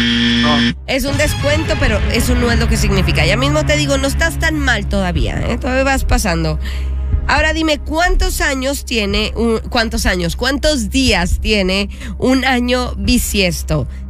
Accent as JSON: {"language": "Spanish", "region": "Pinar del Río", "country": "Cuba", "moved": "yes", "lives_now": "Tampa, United States", "said": "Yo soy de Pinal del Río"}